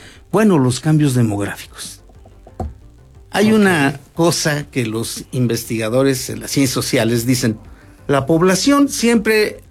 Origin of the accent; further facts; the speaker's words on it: Mexico; moved away; En los ríos de mi pueblo. Ajá. Hay un río muy grande que es un afluente, el río Amacuzac.